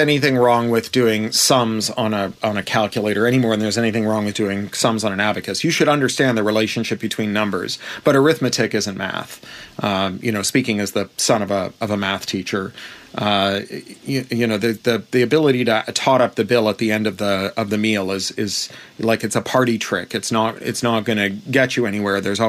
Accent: Toronto, Ontario, Canada; born or raised there

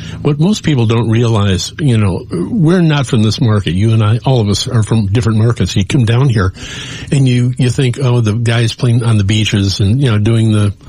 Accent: Chicago, Illinois, United States; moved away; I'm from Chicago

